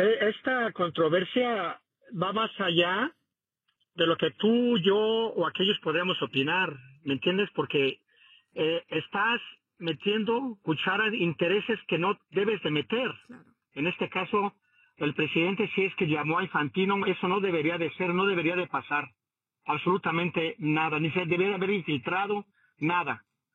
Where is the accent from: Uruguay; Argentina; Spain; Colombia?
Argentina; Pero yo me callo porque soy argentino.